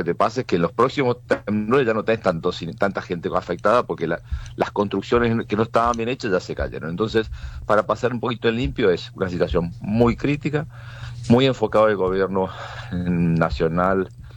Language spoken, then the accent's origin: Spanish; Mendoza, Argentina; yo creo que soy originario de Mendoza